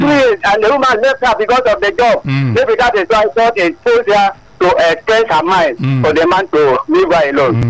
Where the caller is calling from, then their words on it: Abeokuta, Ogun, Nigeria; I'm from Abeokuta. I'm calling from Ogun State.